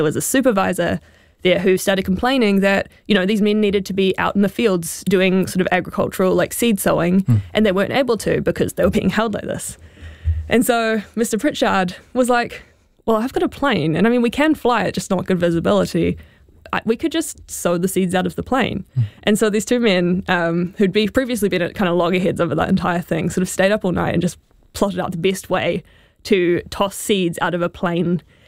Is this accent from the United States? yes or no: no; New Zealand; my experience as a New Zealander